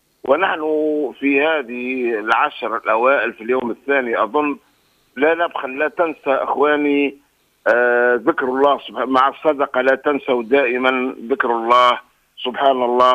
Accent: Tunisia; اللهم يا ربي اجعل بلادنا تونس وسائر بلاد المسلمين آمينة هنيئة

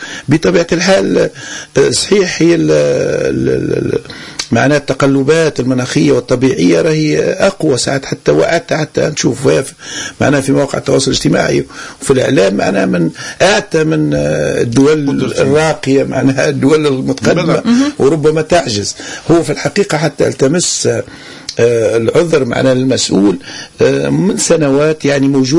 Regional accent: Tunisia

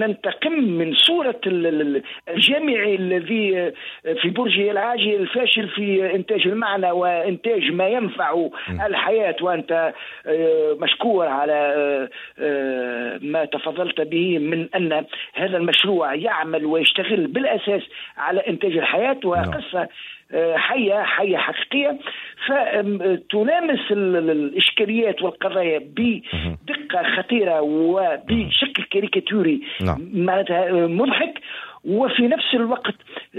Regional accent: Tunisia; في جهتنا بالصقلبة

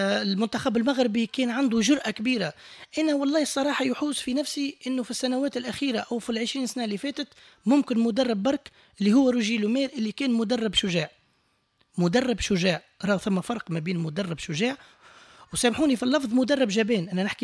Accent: Tunisia; وإحنا كشعب تونسي معنى شجاعة في دمنا

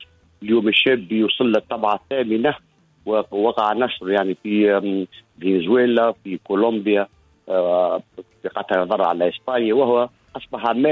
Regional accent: Tunisia; كشاعر تونسي

